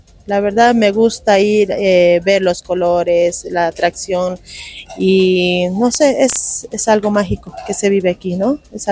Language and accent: Spanish; Quillacollo, Cochabamba, Bolivia; porque yo hace poco que vivo aquí, soy pero de Quillacollo, ¿no?